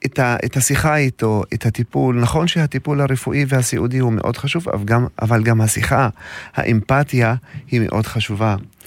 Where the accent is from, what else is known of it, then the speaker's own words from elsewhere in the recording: Eilabun, Northern District, Israel; אני מגיע מאלבון